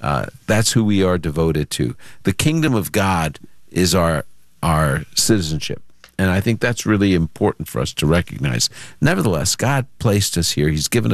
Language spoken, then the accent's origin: English; New York City, New York, United States; born there; but I'm an American. I'm an American citizen. I am not an Israeli citizen. I was actually born in the Holy Land of Brooklyn, New York.